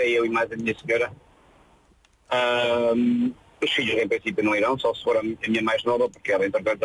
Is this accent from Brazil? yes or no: no; Viseu, Centro, Portugal; born there; moved away